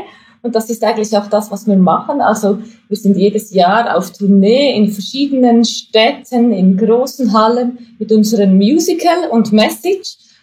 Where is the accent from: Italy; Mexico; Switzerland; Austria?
Switzerland; accent: Swiss German; now in Hamburg, Germany; Und sofort hatte ich immer ein super Gesprächseinstieg, was wir als Schweizer denn hier auf St. Pauli machen.